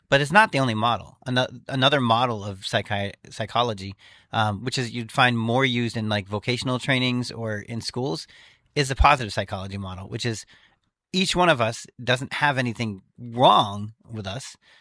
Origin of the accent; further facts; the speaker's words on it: Pembroke, New Hampshire, United States; I was born in Hanover. I don't think the hospital actually exists anymore. But I grew up in Pembroke, which is just outside of Concord.